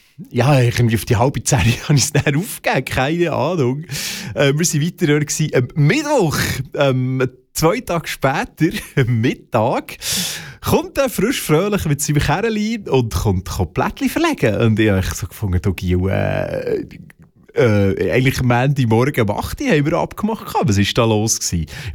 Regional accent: Switzerland

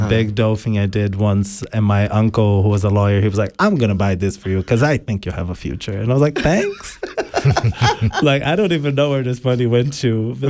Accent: Brazil; born or raised there; moved away

